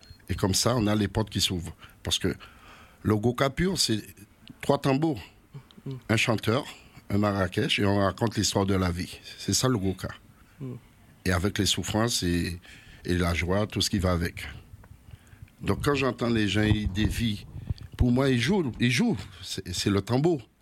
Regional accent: Guadeloupe; on est guadeloupéen, on n'est pas cubain.

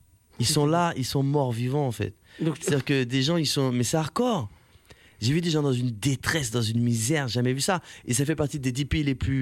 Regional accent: Paris, Île-de-France, France; born there; moi, je suis né Paris 20e.

